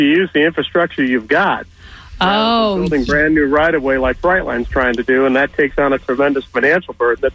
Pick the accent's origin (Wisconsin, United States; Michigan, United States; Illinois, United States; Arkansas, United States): Illinois, United States; Naperville; I grew up in Naperville, Illinois years ago, and I could literally hop on my bike in southern Naperville, get to the Metra station in Naperville, and literally walk to Wrigley Field.